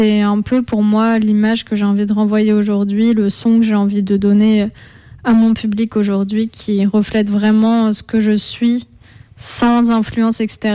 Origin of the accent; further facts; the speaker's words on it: France; accent: French; ça reste moi, je suis française, donc forcément il y a une trace.